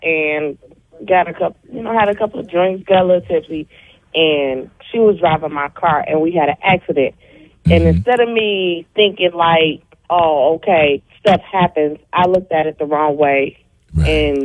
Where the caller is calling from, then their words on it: Detroit, Michigan, United States; I'm calling from Detroit, Michigan.